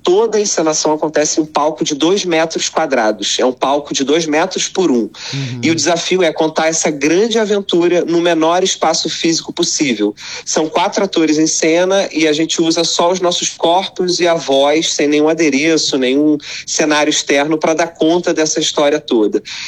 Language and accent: Portuguese; Cabo Frio, Rio de Janeiro, Brazil; born there; moved away; Eu sou nascido em Cabo Frio, uhum, e a gente rodou um pouquinho aí o mundo, o Brasil, e está voltando para a cidade para esse espetáculo.